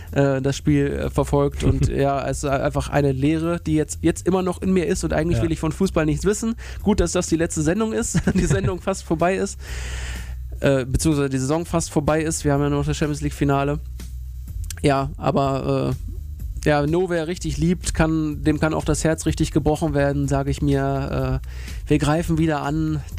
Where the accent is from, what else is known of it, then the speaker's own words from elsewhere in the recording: Hanover, Lower Saxony, Germany; Tatsächlich als Hannoveraner tut es auch umso mehr weh, dass man ausgerechnet von Elversberg und Paderborn dann überflügelt worden ist.